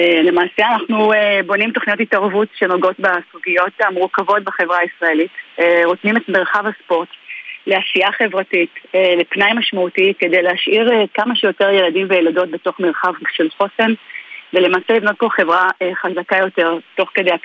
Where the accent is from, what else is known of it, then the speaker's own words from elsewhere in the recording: Ofakim, Southern District, Israel; אני גדלתי באופקים, אז כך שזה בכלל כל החברים, כל הבית.